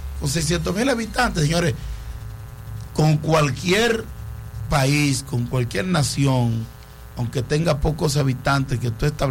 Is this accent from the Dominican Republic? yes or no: yes; Dominican Republic